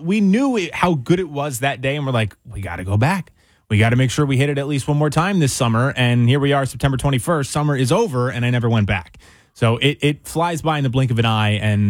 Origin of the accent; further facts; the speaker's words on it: United States; I always feel like when I'm over there, they can sniff me out in the blink of an eye that I'm an American. Whether it's my facial features, I don't look like I'm European.